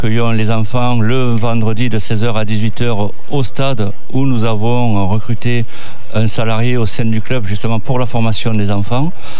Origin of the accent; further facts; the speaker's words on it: Occitanie, France; Moi, je viens du Gers, le vin plein air.